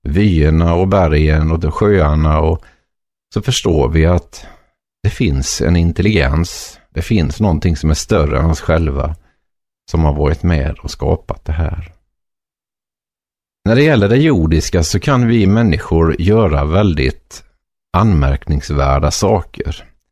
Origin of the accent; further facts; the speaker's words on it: Småland, Sweden; Jag kommer ju från Småland och det hörs väl troligen.